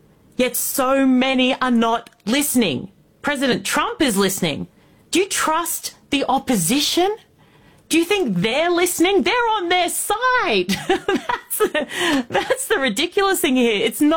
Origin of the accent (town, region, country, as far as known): Indonesia; born or raised there; also born or lived in Australia